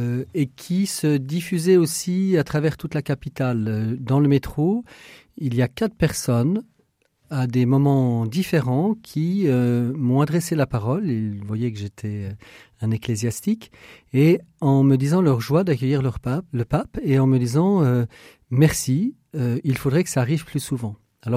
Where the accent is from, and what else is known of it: France